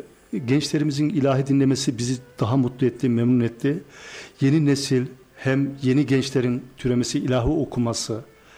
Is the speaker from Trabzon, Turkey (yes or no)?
no; Amasya, Turkey; Aslında ben Amasyalıyım. Amasya Büyükağa Medresesi'nde hafızlığımı yaptım.